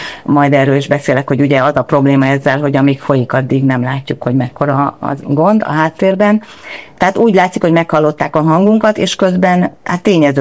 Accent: Hungary; mert ugye magyarok vagyunk

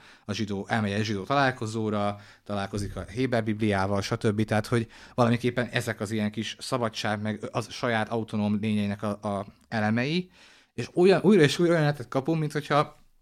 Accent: Hungary; Itt érzem maga, hát igazából sértve magyarként, úgyhogy ennek a társadalomnak a tagja vagyok

